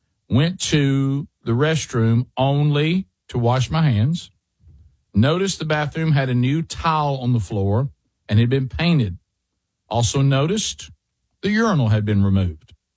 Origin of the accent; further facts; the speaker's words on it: Tucumcari, New Mexico, United States; also born or lived in Amarillo; I'm from Tucumcari, New Mexico.